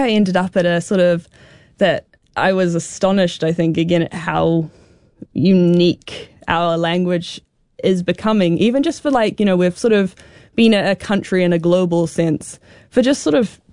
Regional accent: New Zealand

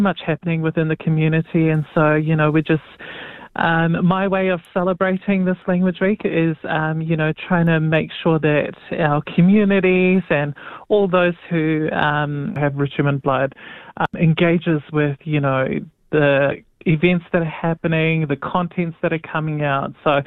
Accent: New Zealand; born there; I was born here in New Zealand, so I've only been to, you know, our Rituma Day events and that.

